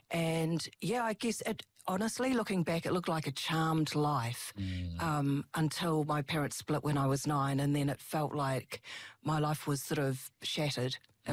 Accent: Christchurch, Canterbury, New Zealand; also born or lived in Sydney; I grew up in Christchurch. I've lived here for all but 7 years of my life. Mm-hmm. I went over to Sydney when I was in my early 20s. After my father died. But yes, grew up in Avonhead and had three sisters.

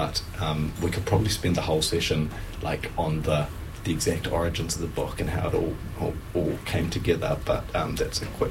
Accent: Auckland, New Zealand; I grew up in Auckland with mum, who's a psychiatric nurse, and dad, who's a sort of handyman gardener.

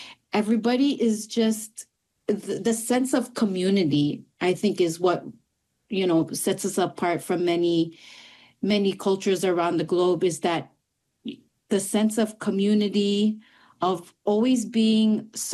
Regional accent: Micronesia; also born or lived in Pohnpei; a lot of my upbringing was, which was in Micronesia. I was born in Pohnpei, but I, growing up, I island hopped to different islands.

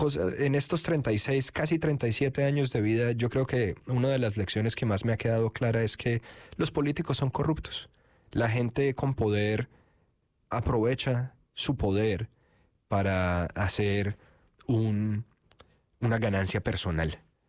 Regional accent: Colombia; yo soy colombiano, obviamente algunas personas que son buenas con el acento me oirán

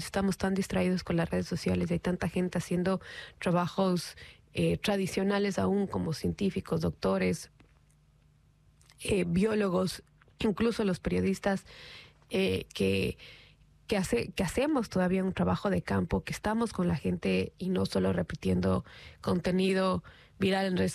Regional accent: Galápagos, Ecuador; Una noticia súper bacán también que ocurrió en mi país durante esos últimos meses es que después de 175 años las tortugas gigantes de Galápagos regresaron a casa, al archipiélago donde estuvo Darwin. Para nosotros las Galápagos es parte de nuestra identidad

